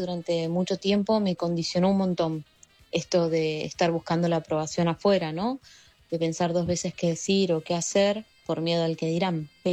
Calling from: Carapachay, Buenos Aires Province, Argentina; de Carapachay

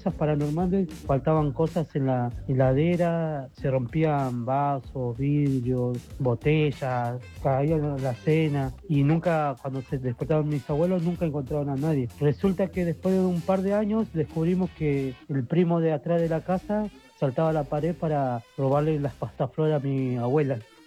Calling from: Buenos Aires, Argentina; de Floresta y bueno, yo de muy chico viví con mis abuelos hasta los 8 años más o menos.

